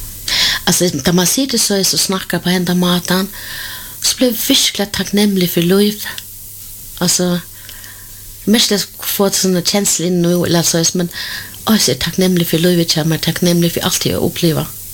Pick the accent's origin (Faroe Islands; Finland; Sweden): Faroe Islands; jeg er færing